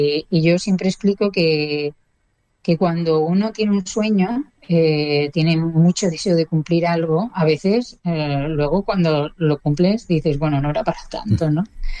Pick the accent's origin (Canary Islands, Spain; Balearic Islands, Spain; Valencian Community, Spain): Balearic Islands, Spain; Menorca